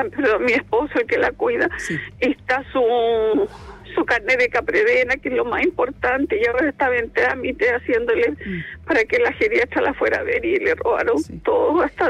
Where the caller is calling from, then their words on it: Viña del Mar, Valparaíso, Chile; Somos de Viña